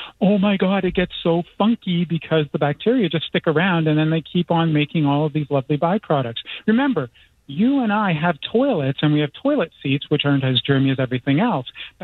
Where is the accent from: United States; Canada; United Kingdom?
Canada; I'm Canadian.